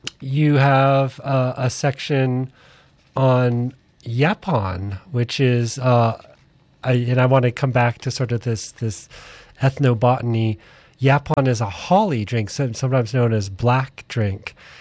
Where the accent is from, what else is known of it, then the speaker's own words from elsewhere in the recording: East Bay, California, United States; I grew up in the East Bay and there's shell mounds.